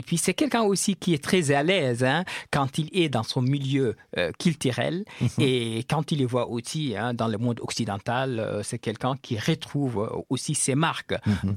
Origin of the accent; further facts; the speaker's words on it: Fouta Toro, Senegal; cette région qui est la région natale de … qui est ma région natale, qu'on appelle le Fouta Toro.